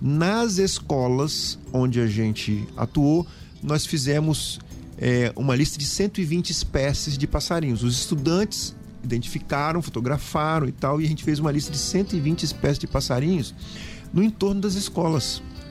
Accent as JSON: {"language": "Portuguese", "town": "Vitória", "region": "Espírito Santo", "country": "Brazil", "lives_now": "Venda Nova do Imigrante, Brazil", "said": "O mais de fora sou eu, que sou de Vitória. Né? Mas moro aqui em Venda Nova, tenho a alegria de morar aqui em Venda Nova, cidade maravilhosa que acolheu a gente."}